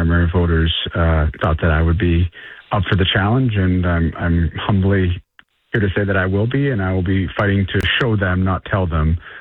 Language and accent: English; Andover, Massachusetts, United States; people would perceive as the North Shore, all the way up to Amesbury, to Andover, Massachusetts, my hometown, all the way to Billerica.